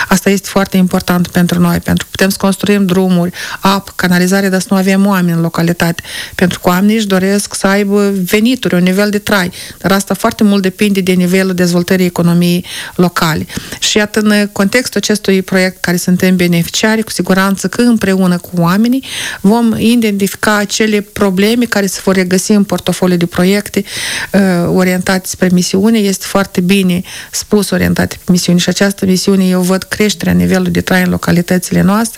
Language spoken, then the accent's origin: Romanian; Zubrești, Strășeni District, Moldova; sunt zubreșteancă și sunt primar acestei localități